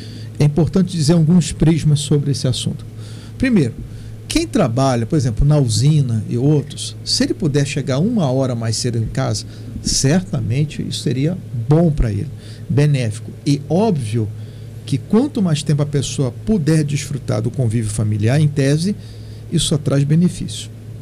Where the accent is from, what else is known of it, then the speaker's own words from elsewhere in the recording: Rio de Janeiro, Brazil; now in São Paulo, Brazil; Eu sou natural do Rio, né? Eu vim para São Paulo importado, mas eu não perdi alguns sotaques lá.